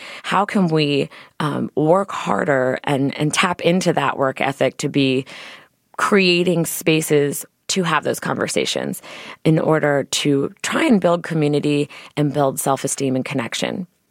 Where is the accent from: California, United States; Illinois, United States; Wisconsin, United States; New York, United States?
Illinois, United States; Chicago; as a Chicagoan and as a queer Chicagoan in the city